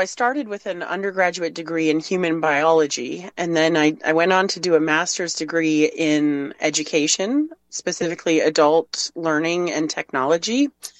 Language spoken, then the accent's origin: English; Canada; being a Canadian